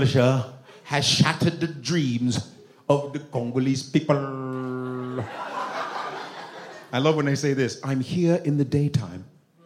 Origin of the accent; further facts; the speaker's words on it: Nigeria; Telling you, man. Nigerians are everywhere. Sports, fuck yeah. NFL, if you are NFL fans, You know we're a Nigerian.